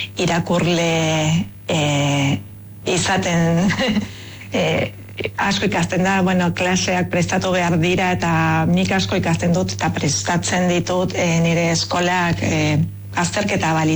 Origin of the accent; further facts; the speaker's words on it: Argentina; born there; Basque is a second language; ni Argentinan jaioa naiz, euskaldun berria